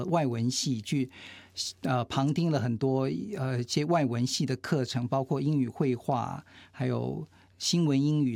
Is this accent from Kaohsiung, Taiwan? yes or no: no; Yonghe District, New Taipei, Taiwan; 我是在台现在叫新北市